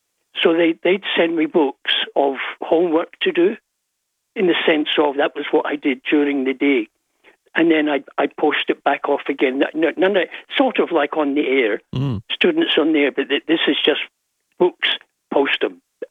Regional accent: Glasgow, Scotland, United Kingdom; born there; But I was, and because I was born in Glasgow, God gave me a tongue.

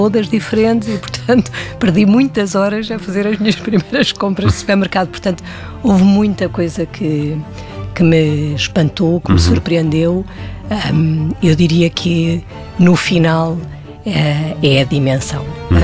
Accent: Portugal; moved away; also born or lived in Brazil

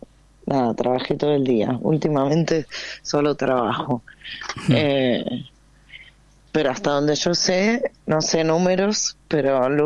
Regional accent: Argentina; now in Brazil; Yo a todos mis conocidos les dije, yo soy de Argentina, miren, Argentina es el mejor ejemplo de lo que no tiene que pasar.

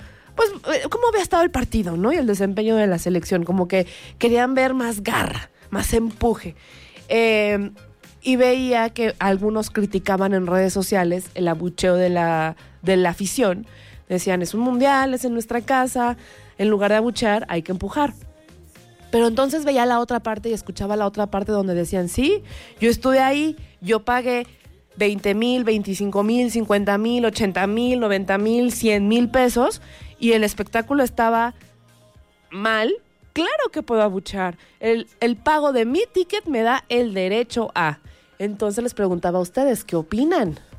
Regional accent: Mexico; soy mexicana

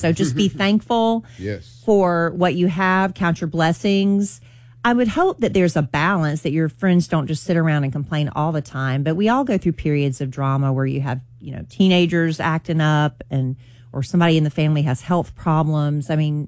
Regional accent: United States; born there; I'm very, very thankful that I was born in America.

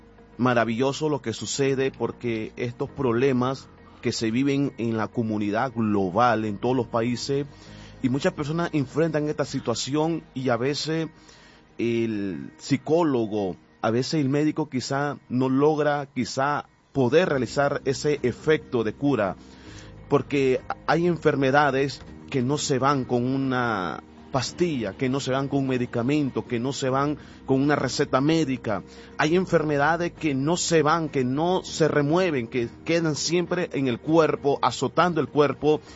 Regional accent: Nicaragua; y yo me acuerdo que los compañeros de clase se apartaban de mí porque hedía, y allá en Nicaragua, en mi país, se le llaman mosca cuando alguien algo hiere, mal olor.

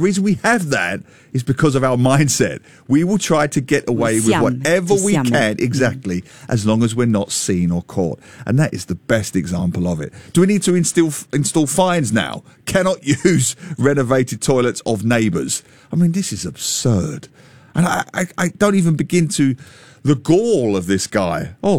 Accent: England, United Kingdom; moved away; when I was a kid growing up in England.

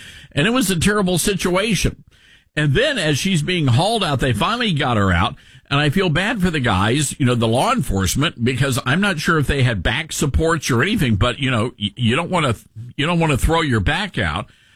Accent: Newark, New Jersey, United States; I'm from Joymantown by way of Newark, New Jersey.

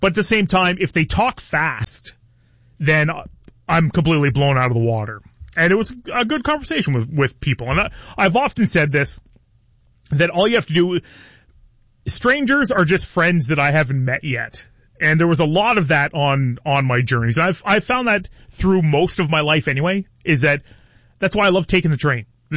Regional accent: Ireland; The gift of gab, I'm Irish, I kissed the Blarney Stone.

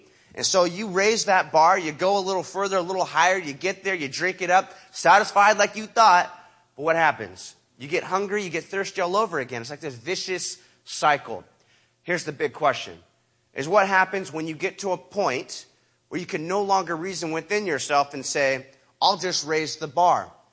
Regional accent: Huntington Beach, California, United States; we stashed the other one in my dad's garage in my hometown. So I get stitched up by the dock in Coronado, San Diego. And I go, I'm going to go back and go drink that other keg of beer. So I make my way back to Huntington.

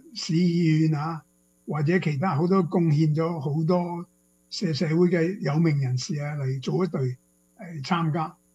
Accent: China; 呢啲係所以我中國人嘅習俗啦

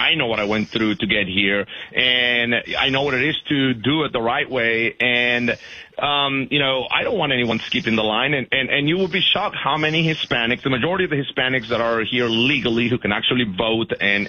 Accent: Georgia, United States; born or raised there

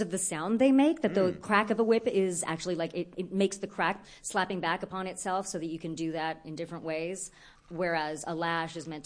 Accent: Orange County, California, United States; when I grew up in Orange County

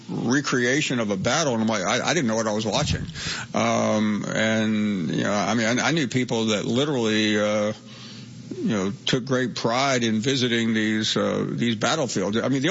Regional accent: the South, United States; We're both from the South. I mean, I don't know. I mean, I'm not trying to act like I'm not from the South. I mean, everybody knows I am.

